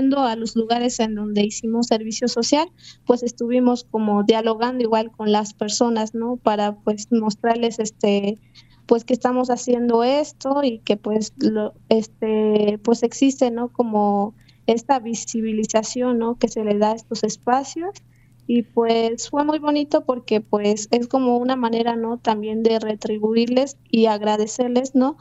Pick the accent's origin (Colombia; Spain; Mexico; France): Mexico; Tequila; Yo soy de aquí de Tequila, donde está la sede de la UBI Grandes Montañas.